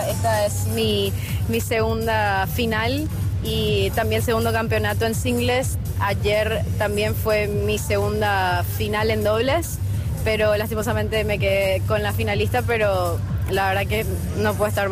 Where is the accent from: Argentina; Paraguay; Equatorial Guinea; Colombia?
Paraguay; San Lorenzo, Central; also born or lived in Asunción, Paraguay / Knoxville, Tennessee, United States; Nací en Asunción, pero soy de San Lorenzo.